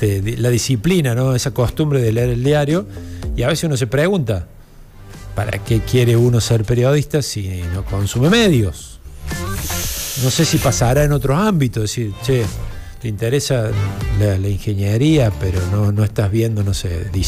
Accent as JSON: {"language": "Spanish", "country": "Argentina"}